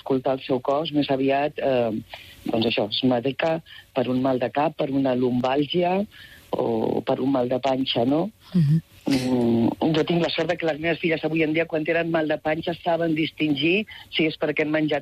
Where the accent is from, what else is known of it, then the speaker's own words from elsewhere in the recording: Barcelona, Catalonia, Spain; now in Palma, Spain; Ara mateix a Palma, soc de Barcelona.